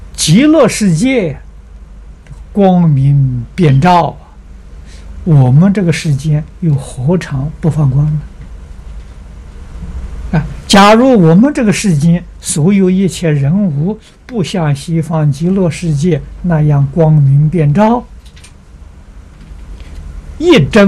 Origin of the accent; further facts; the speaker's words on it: China; 我们中国人